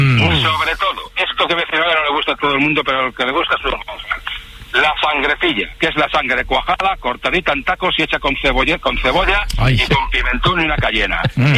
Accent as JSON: {"language": "Spanish", "town": "Valladolid", "region": "Castile and León", "country": "Spain", "said": "Yo soy de Valladolid, Valladolid de capital, ¿vale? Generaciones."}